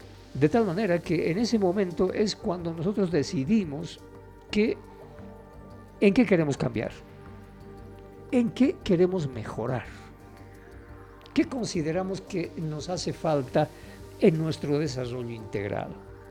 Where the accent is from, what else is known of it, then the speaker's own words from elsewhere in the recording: Bolivia; como bolivianos, estamos entrando otra vez a otro círculo vicioso